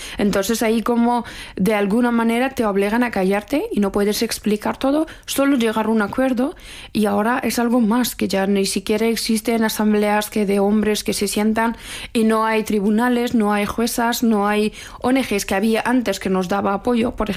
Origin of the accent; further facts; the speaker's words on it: Afghanistan; Spanish is a second language; moved away; cuando yo salí de Afganistán salí con una bandera de Afganistán y no tenía nada. Pero cuando salieron mis padres, pues me trajeron este disco duro